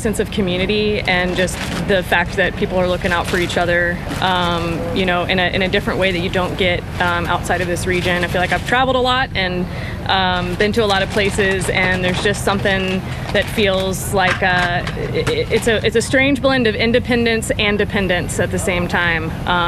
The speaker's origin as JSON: {"language": "English", "town": "San Antonio", "region": "Texas", "country": "United States", "lives_now": "North Carolina, United States", "said": "I actually came from Texas."}